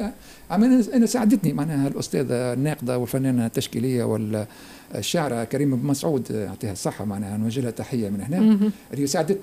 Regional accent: Tunisia; خاطر عنا نحن أصول أمازيغية في تونس

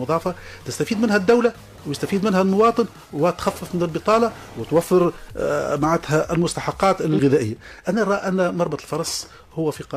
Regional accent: Tunisia; عندنا في تونس حوالي 4 مليون هكتار أراضي زراعية

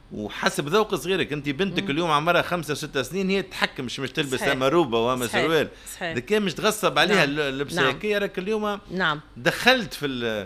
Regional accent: Tunisia; اليوم انا من تونس

